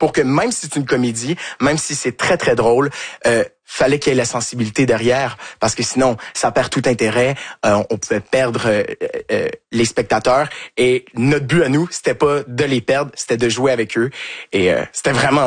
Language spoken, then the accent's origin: French; Quebec, Canada; Et du fait qu'on est Québécois aussi, on est dans le sud de la France, c'est un accent qu'ils sont pas habitués d'entendre.